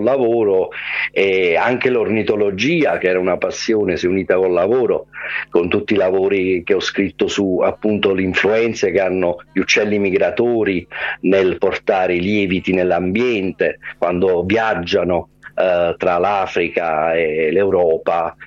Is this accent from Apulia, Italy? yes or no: no; Naples, Campania, Italy; sono proprio di Napoli.